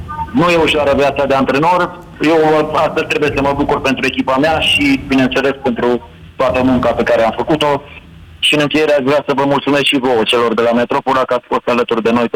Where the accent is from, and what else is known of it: Satu Mare, Satu Mare County, Romania; born or raised there; moved away